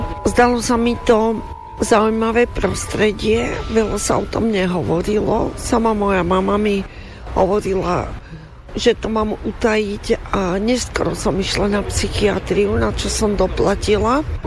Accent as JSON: {"language": "Slovak", "town": "Martin", "region": "Žilina Region", "country": "Slovakia", "said": "čítala som si aj to, že pochádzam z Martina, môj starý otec bol taký oneskorený štúrovec. Rozprávalo sa u nás správne po slovensky, hovorili aj nemecky, aj maďarsky"}